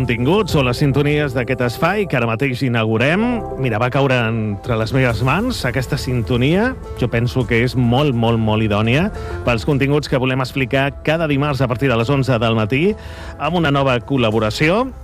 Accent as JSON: {"language": "Catalan", "town": "Barcelona", "region": "Catalonia", "country": "Spain", "lives_now": "Calafell, Spain", "said": "Bueno, ja som dos, vull dir, porto 20 anys, som de Barcelona"}